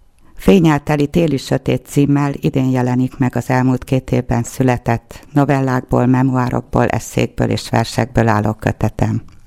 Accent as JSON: {"language": "Hungarian", "region": "Csongrád-Csanád", "country": "Hungary", "tie": "born or raised there", "said": "Szülőföldem Szeged környéke visszahúz, de a Bükk csodálatos tájét sem hagynám el soha."}